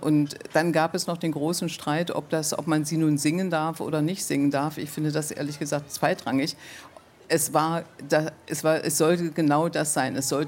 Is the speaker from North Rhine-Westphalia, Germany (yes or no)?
no; Wolfen, Saxony-Anhalt, Germany; in Dessau, das ist ungefähr 20 Kilometer von meinem Heimatort entfernt, Wolfen.